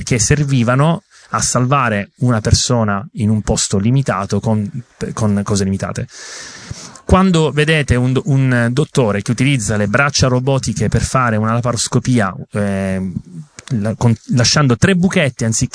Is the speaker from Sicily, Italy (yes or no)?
yes; Sicily, Italy; accent: Sicilian; scusate il mio accento siciliano